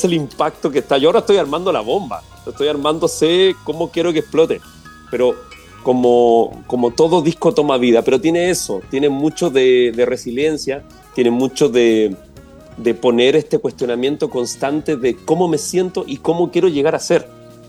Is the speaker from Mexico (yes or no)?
no; Santiago, Santiago Metropolitan Region, Chile; moved away as an adult; now in Puerto Montt, Chile; San Miguel, de donde vengo yo